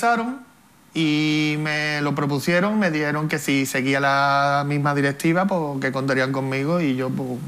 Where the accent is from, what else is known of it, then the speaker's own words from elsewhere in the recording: Andalusia, Spain; Yo soy del barrio del Mixto y allí se mamaba carnaval.